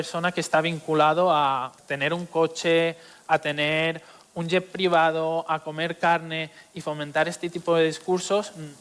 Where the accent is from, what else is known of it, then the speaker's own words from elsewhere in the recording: Mallorca, Balearic Islands, Spain; yo soy de Mallorca